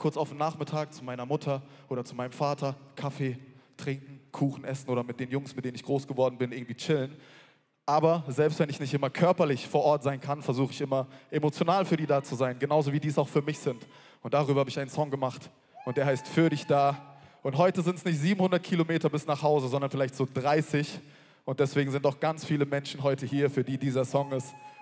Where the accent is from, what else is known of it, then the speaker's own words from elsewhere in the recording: Oberkirch, Baden-Württemberg, Germany; moved away as an adult; now in Berlin, Germany; ich bin in Oberkirch groß geworden, aber ich wohne seit fast 10 Jahren mittlerweile in Baden, nicht in Baden-Baden, in Berlin. Oberkirch, Baden-Baden wäre ja noch okay gewesen. Aber ich wohne in Berlin seit fast 10 Jahren, seit 8, 9 Jahren.